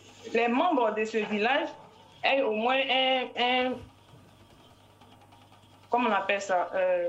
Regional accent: Côte d’Ivoire; now in Morocco; À tous mes parents qui sont en Côte d'Ivoire … je suis au Maroc.

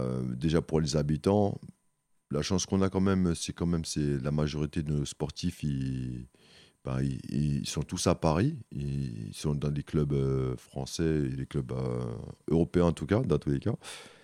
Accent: Haiti; je viens d'Haïti, donc j'ai toujours été bercé par les rythmes des îles, que ce soit du zouk, compas

